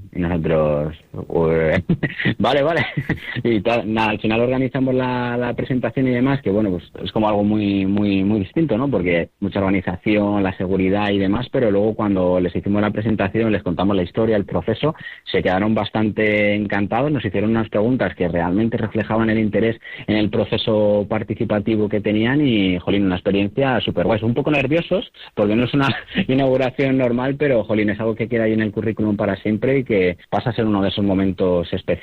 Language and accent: Spanish; Madrid, Community of Madrid, Spain; justo da la casualidad que es en un barrio donde me crié, en Hortaleza